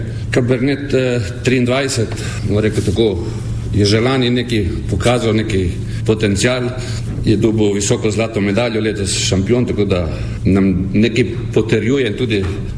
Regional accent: Slovenian Littoral, Slovenia; prihajam iz Slovenske obale, imam družinsko posestvo, 20 hektarjev

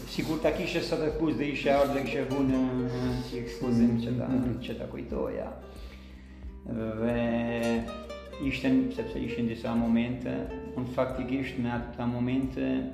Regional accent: Shkodër, Shkodër County, Albania

